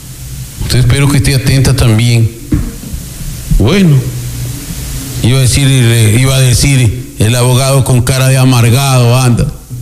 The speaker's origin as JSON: {"language": "Spanish", "country": "Ecuador", "said": "Oye, yo soy ecuatoriano."}